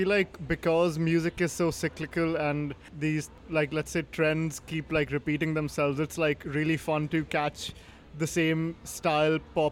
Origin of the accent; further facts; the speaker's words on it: Delhi, India; we're both from India. Like, I'm from Delhi, Mihir's from Bombay.